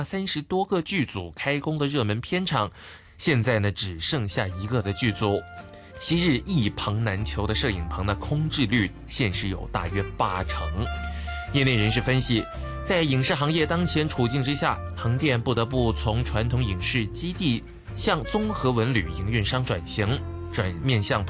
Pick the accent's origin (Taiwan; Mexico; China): China; Guangdong; accent: Cantonese; 没错，我们广东话经常有一句话，就是煞领好动煞领好塞